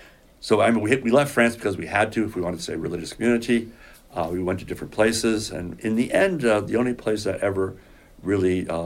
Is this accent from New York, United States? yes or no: no; Plainfield, Connecticut, United States; I grew up in northern Connecticut, the northeast corner of Connecticut. I went to grade school in Plainfield, Connecticut, a Catholic school there.